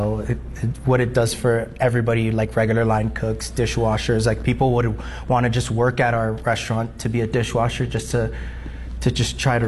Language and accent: English; Florida, United States; moved away as an adult; now in Colorado Springs, United States; South Florida. That's my hometown.